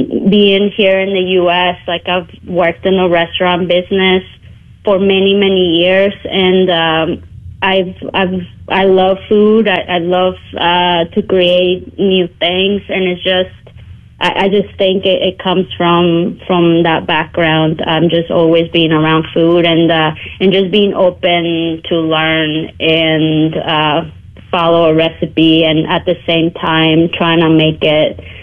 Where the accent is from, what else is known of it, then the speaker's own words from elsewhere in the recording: Ciudad Obregón, Sonora, Mexico; now in Cleveland, United States; just growing up in Mexico. I was born and raised in Ciudad Obregón, Sonora, in Mexico